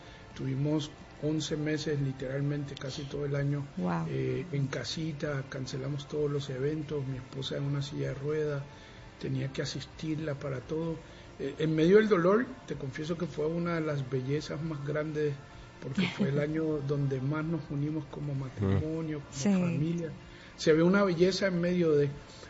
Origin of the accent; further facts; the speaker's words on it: Puerto Rico; also born or lived in Venezuela; Venezuela, aunque me crié en Puerto Rico